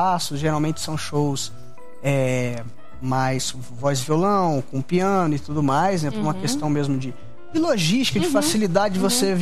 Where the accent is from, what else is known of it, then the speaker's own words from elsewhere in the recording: Minas Gerais, Brazil; E eu fico muito honrado, porque eu sou mineiro, assim como ele.